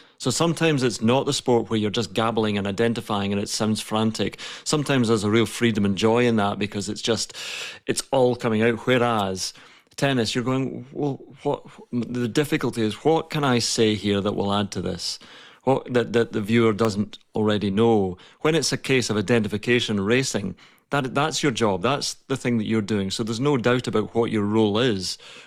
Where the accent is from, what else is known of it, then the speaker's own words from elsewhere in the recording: Scotland, United Kingdom; Yeah, but he's from Edinburgh. I'm from the West Coast, so there's no bias.